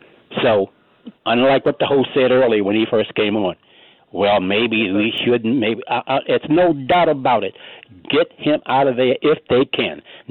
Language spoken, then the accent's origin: English; Baltimore, Maryland, United States; Now, I grew up in East Baltimore. The man would bring coal and put it through the downstairs window, which looked on the front, and we used coal to heat our furnace.